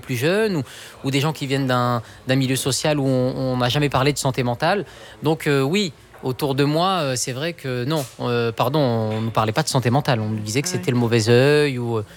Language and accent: French; Occitanie, France; born there; Et on m'a emmené dans les Cévennes et je suis né dans le Gard.